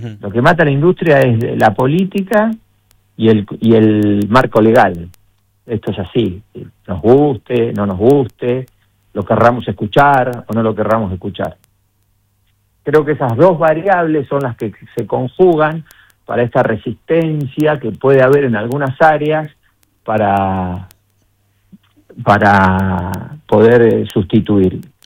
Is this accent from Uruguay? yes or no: no; Argentina; no dejamos de ser argentinos, somos argentinos